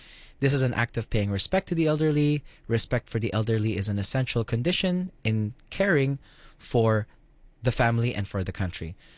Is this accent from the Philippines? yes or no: yes; Philippines